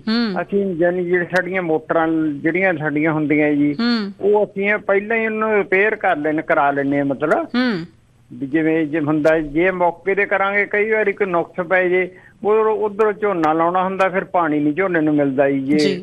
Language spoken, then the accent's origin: Punjabi; Ghariana, Punjab, India; ਮੇਰਾ ਪਿੰਡ ਹੈ ਜੀ ਘੜਿਆਣਾ, ਤੁਹਾਡੇ ਪ੍ਰੋਗਰਾਮ ਐਪ ਤੇ ਸੁਣੀ ਦੇ।